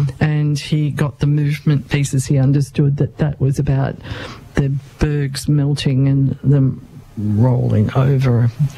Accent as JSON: {"language": "English", "town": "Sydney", "region": "New South Wales", "country": "Australia", "tie": "born or raised there", "said": "I grew up in Sydney"}